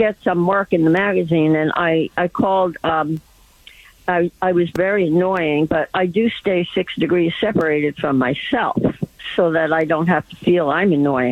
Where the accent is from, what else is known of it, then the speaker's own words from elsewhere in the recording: New York City, New York, United States; moved away as an adult; now in Manhattan, United States; We moved to Manhattan from Brooklyn.